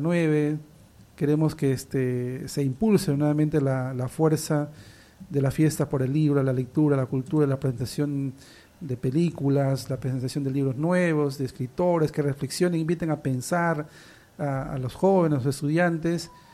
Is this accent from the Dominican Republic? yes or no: no; San Martín, Peru